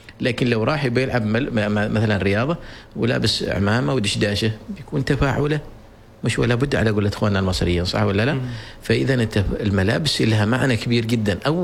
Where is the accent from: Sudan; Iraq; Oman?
Oman